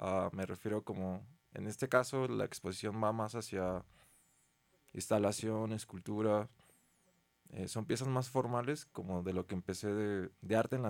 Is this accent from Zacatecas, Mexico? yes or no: yes; Zacatecas, Mexico; also born or lived in Mexico City; La pandemia me hizo regresar a Zacatecas, a mi pueblo. Yo soy de Sustitlán.